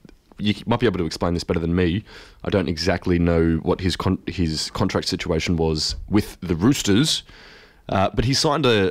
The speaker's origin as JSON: {"language": "English", "town": "Liverpool", "region": "North West England", "country": "United Kingdom", "said": "I came from Liverpool. I'm actually from this area, you know."}